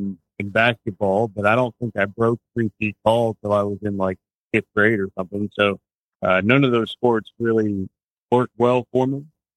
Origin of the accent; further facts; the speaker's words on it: Holiday, Florida, United States; So I was born in 1987 in Pasco County, Florida. Matter of fact, between Newport Richie, Holiday is pretty much where I grew up.